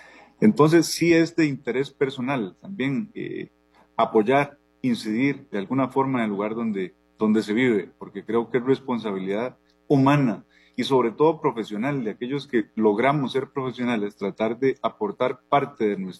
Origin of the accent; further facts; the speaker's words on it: Caimital, Guanacaste, Costa Rica; moved away as an adult; Es un pueblo que queda a 10 kilómetros de Nicoya, camino a Sámara. Entonces, para los que conocen esa zona, es cuando usted se llega a un cruce donde hay que agarrar a la derecha o a la izquierda. Ese es mi pueblo. Y allí vivo desde hace ya 15 años que regresé.